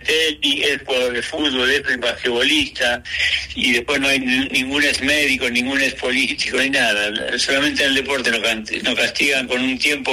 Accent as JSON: {"language": "Spanish", "country": "Argentina", "said": "somos argentinos y por algo nos vienen a buscar de todos lados, ¿no?"}